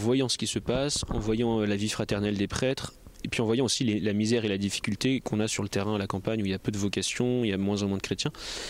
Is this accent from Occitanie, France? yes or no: no; Épernay, Grand Est, France; donc j'ai grandi à Épernay, mais j'ai peu participé à la vie paroissiale et je suis vite parti à l'internat